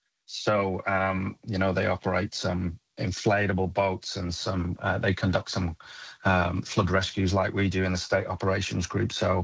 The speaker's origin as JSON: {"language": "English", "town": "Wrexham", "region": "Wales", "country": "United Kingdom", "tie": "born or raised there", "also_born_or_lived": "Flint", "said": "from Flint originally, moved to Wrexham when I was about 10. So I was one of the original supporters when nobody knew who Wrexham"}